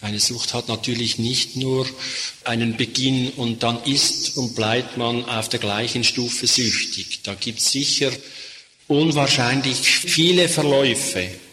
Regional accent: Switzerland; Bei uns in der Schweiz gibt es eine ganze Palette, hier wahrscheinlich auch, 10, 15 Markenpräparate.

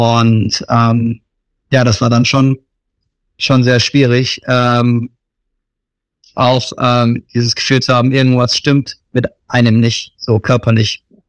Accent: Germany; born there; Also ich bin in Deutschland geboren.

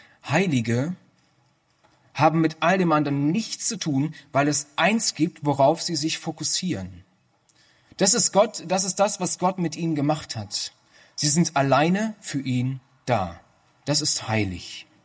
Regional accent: Germany; Ich bin dankbar, dass ich in Deutschland aufgewachsen bin.

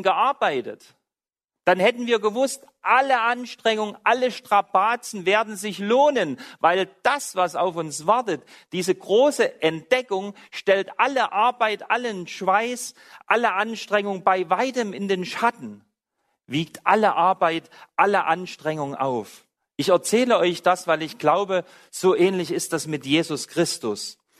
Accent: Saxony, Germany; dass ich aus Sachsen komme, dort bin ich aufgewachsen.

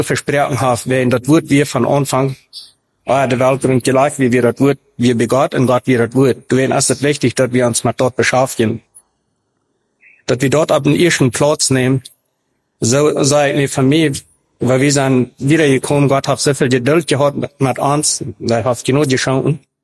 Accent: Paraguay; German is a second language; also born or lived in Mexico; Ich bin in Mexiko geboren und in diesem 1973. Meine Eltern traten in Paraguay, als ich ein Jahr war. Mit etwa ein Jahr. Du sind ich dann die meiste Zeit abgewachsen.

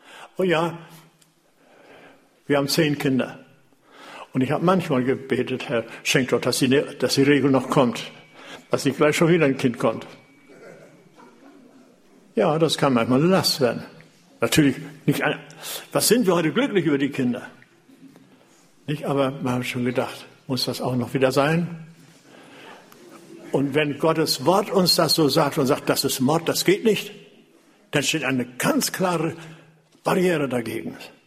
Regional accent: Falkenberg, Germany; Und ich bin heute noch dankbar, dass wir bei uns in der DDR in unserem Falkenberg wohnten.

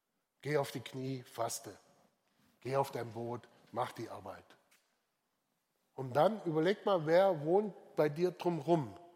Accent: Swabia, Germany; Ich bin ja ein Schwabe.

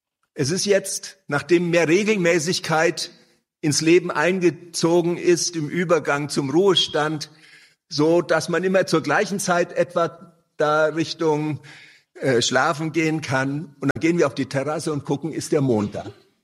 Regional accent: Hesse, Germany; Vor einigen Monaten starb ein Freund aus Kinderzeiten in meinem Heimatort in Osthessen.

